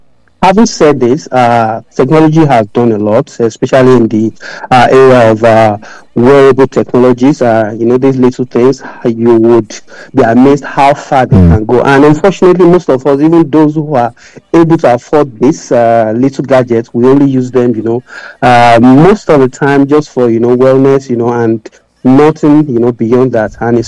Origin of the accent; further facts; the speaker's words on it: Nigeria; growing up in Nigeria